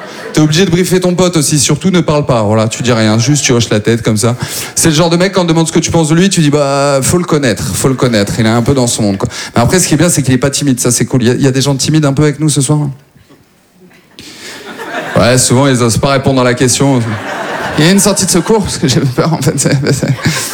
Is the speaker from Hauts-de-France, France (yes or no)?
yes; Maubeuge, Hauts-de-France, France; now in Paris, France; je viens pas du tout de Paris, moi je viens de Maubeuge